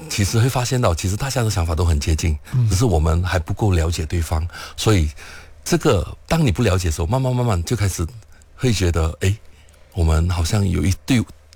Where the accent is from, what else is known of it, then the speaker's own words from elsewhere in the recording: Malaysia; 我们马来西亚